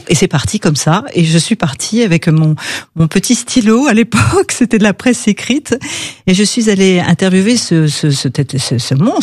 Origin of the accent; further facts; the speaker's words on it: Saint-Laurent-de-Mure, Auvergne-Rhône-Alpes, France; also born or lived in Lyon; Alors, j'ai eu mes très belles années d'enfance à Saint-Laurent-de-Mur, mais je suis née à Lyon. Hein. Je suis une vraie Lyonnaise du 6e arrondissement.